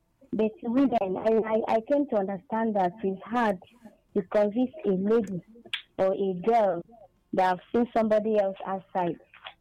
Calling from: Abuja, Federal Capital Territory, Nigeria; I'm calling from Abuja.

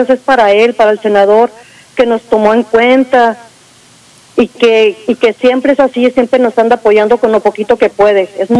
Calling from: Ensenada, Baja California, Mexico; Soy de Colonia Loma Linda

